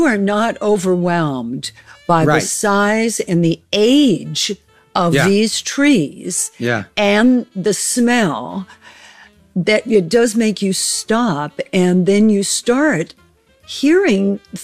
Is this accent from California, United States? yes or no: yes; Whittier, California, United States; also born or lived in New York; I was in Southern California, in Los Angeles, Whittier. I grew up there, and then my first gigs were in Newport Beach.